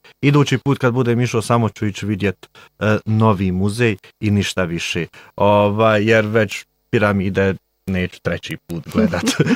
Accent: Bosnia & Herzegovina; Kod nas u Bosni ćete zamijetiti pticu kako leti negdje, pa zamijetit ćete potočić, pa drvo, ovo je drugačije.

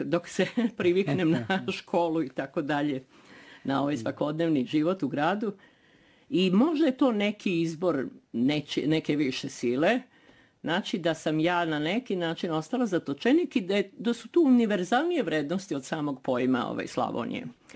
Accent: Belgrade, Serbia; tamo mi smo stanovali na Dorčulu, znači sam jako lepo detinjstvo imali u Beogradu

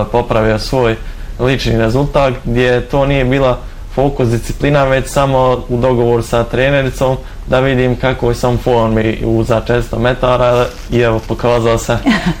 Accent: Kalesija, Federation of Bosnia and Herzegovina, Bosnia & Herzegovina; Ja dolazim iz Kalesije, svako jutro putujem autom na jedan trening

